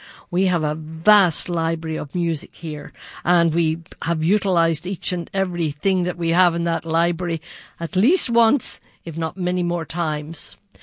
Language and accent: English; Ireland; as I am Irish